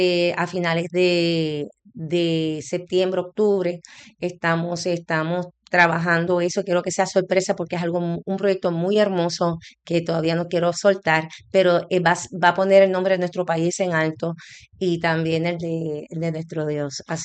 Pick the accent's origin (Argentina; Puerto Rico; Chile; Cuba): Puerto Rico; especialmente en mi país, Puerto Rico, que no pierdan la esperanza